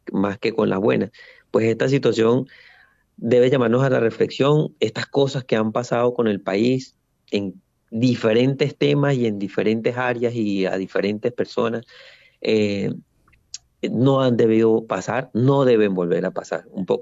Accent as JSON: {"language": "Spanish", "country": "Venezuela"}